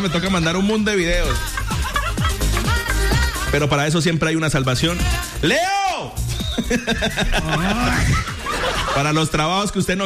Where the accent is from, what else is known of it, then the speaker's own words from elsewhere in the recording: Colombia; Oye, llegan tarde, pero a todo como buen colombiano, ¿no?